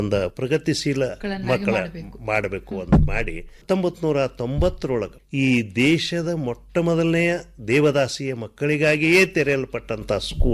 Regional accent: Karnataka, India; ನನ್ನ ಊರಮ್ಮ ಮಲಬಾದ್ ಅಂತ ಅಥಣಿ ತಾಲೂಕಿನ ಹಳ್ಳಿ

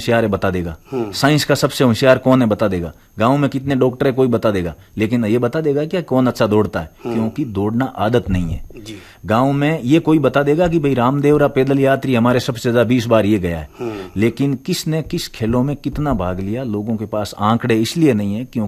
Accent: Nagaur, Rajasthan, India; यहाँ नागौर का मेरा गांव कालड़ी है

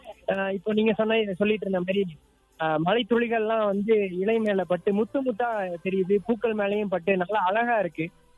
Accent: Erode, Tamil Nadu, India; நான் ஈரோடு வந்திருக்கேன்.

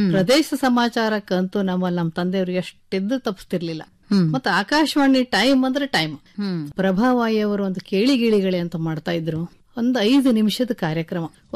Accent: Karnataka, India; moved away; ಉತ್ತರ ಕನ್ನಡದಲ್ಲಿ ಒಂದು ಪುಟ್ಟ ಹಳ್ಳಿ ಅದು. ಅಲ್ಲಿ ನಂದು ಪ್ರೈಮರಿ ಎಜುಕೇಶನ್, ಆಮೇಲೆ ಹೈಸ್ಕೂಲ್. ಹೈಸ್ಕೂಲಿಗಂತೂ ಈಗ ನೆನಕೊಂಡ್ರೆ ನಾ ಹೆಂಗ್ ಹೋಗಿದ್ದೇನೆ ಅನ್ನೋದೇ ನನಗೆ ಆಶ್ಚರ್ಯ. ಯಾಕಂದ್ರೆ ಅವಾಗಿನ ನಮ್ಮಲ್ಲಿ ವಿದ್ಯುತ್ ದೀಪನು ಇರ್ಲಿಲ್ಲ, ಬರೀ ಕಾಡ ಮಧ್ಯೆ ಇದ್ದಂಗೆ, ಅಡಿಕೆ ತೋಟ, ಬಾಳೆ ತೋಟ

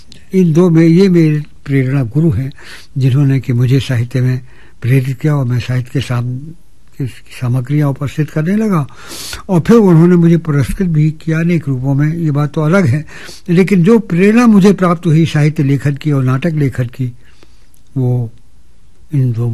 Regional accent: Madhya Pradesh, India; born there; moved away as an adult; also born or lived in Allahabad; मैं बुंदेलखंड का निवासी हूँ, यहाँ का रहें मध्य प्रदेश का व्यक्ति हूँ और मेरी प्रारंभिक शिक्षा मध्य प्रदेश में ही हुई।

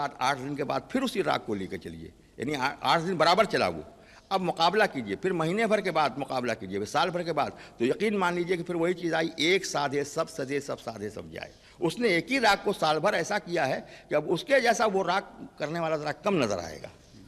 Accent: Varanasi, Uttar Pradesh, India; जैसे हमारी बोली है, अब हम हमारे बनारस के बोले कहा भैया कहाँ से आवत हुआ, कहाँ जात हुआ

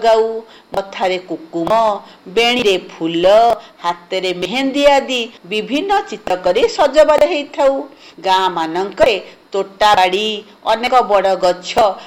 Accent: Berhampur, Odisha, India; ମୋତେ ଆଜି ଆମ ଓଡ଼ିଶାର ନିଆରା ପାରମ୍ପରିକ ପର୍ବ ରଜ

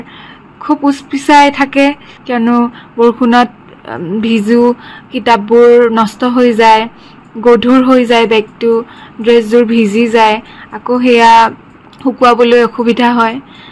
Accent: Pathsala, Assam, India; now in Guwahati, India; মোৰ ঘৰ পাঠশালাত, কিন্তু মই বৰ্তমান গুৱাহাটীত পঢ়ি আছোঁ।

